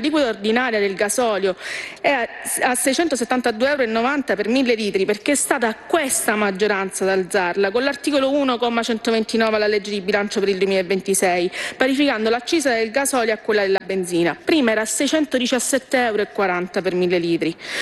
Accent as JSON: {"language": "Italian", "region": "Sicily", "country": "Italy", "said": "mi consente un passaggio sulla mia terra, sulla Sicilia"}